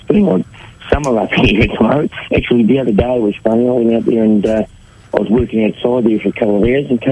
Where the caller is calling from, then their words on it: Tamworth, New South Wales, Australia; In Tamworth, mate, yeah.